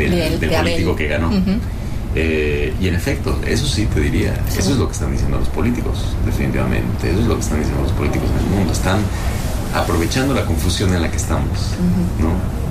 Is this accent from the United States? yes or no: no; Mexico